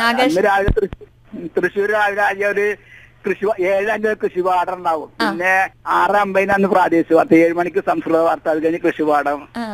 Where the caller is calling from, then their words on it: Pattolikkavu, Kerala, India; പട്ടോളിക്കാവ് K K പാലം.